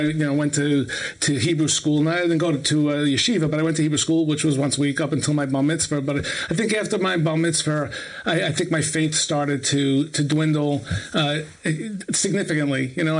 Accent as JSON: {"language": "English", "town": "Brooklyn", "region": "New York", "country": "United States", "tie": "born or raised there", "said": "And then my neighborhood, by the way, where I grew up in Brooklyn, I grew up in a neighborhood that was 99% Jewish, right?"}